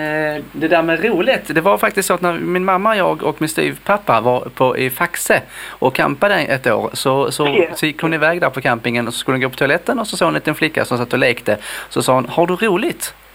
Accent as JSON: {"language": "Swedish", "town": "Malmö", "region": "Skåne", "country": "Sweden", "said": "Nej, jag är från Malmö."}